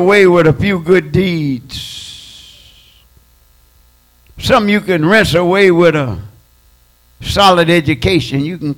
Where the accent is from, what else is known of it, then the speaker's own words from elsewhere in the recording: Georgia, United States; I come from Georgia where they had the red clay.